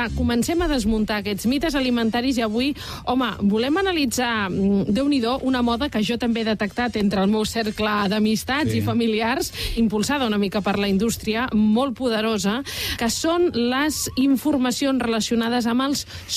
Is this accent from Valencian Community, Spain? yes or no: yes; Valencian Community, Spain; Com a valenciana que sóc.